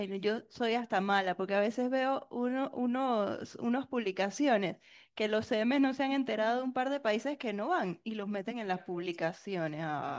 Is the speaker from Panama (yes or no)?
yes; Panama; Y creo que esto nos pone en la palestra como panameños